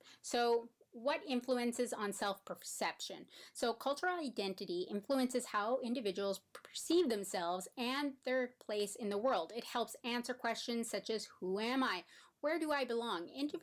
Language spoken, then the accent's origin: English; Canada; You know, I'm from Canada, but I can tell you, I've lived in Vancouver for many years